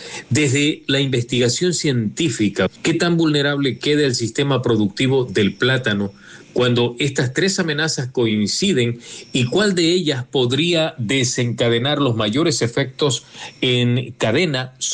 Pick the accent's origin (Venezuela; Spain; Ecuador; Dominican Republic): Ecuador